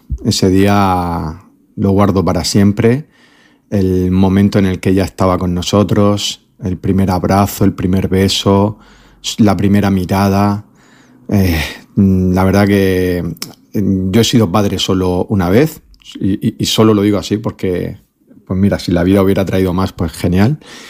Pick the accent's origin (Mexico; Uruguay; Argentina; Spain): Spain; Region of Murcia; yo soy puro, puro murciano, yo soy